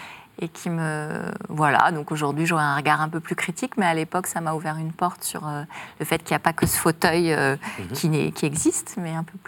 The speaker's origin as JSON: {"language": "French", "town": "Paris", "region": "Île-de-France", "country": "France", "said": "je suis une parisienne, très parisienne, assez mondaine."}